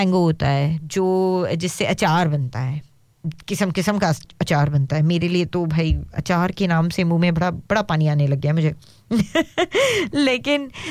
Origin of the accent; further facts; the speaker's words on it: Mumbai, Maharashtra, India; also born or lived in Hyderabad; now in Australia; मैं बॉम्बे से हूँ तो फिर बॉम्बे में हापूस तो मिलता ही मिलता है और मैंने बहुत खाया हुआ है उसके पहले मैं रहती थी हैदराबाद में